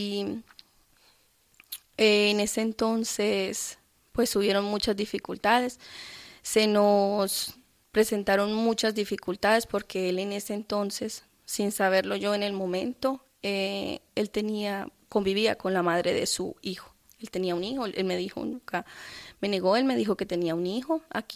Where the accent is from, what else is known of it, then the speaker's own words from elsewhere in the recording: Colombia; soy colombiana. Uh-huh. Nací en una familia muy creyente, católica toda la vida.